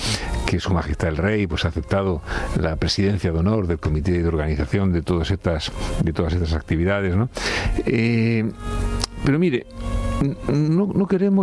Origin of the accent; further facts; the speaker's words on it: Murcia, Region of Murcia, Spain; born there; Mis padres tampoco eran de Murcia, entonces pues yo ya nací en Murcia, y todos mis hermanos